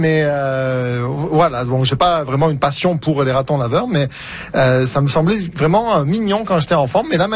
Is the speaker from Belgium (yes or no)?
no; France; Mais ouais, en tant que Français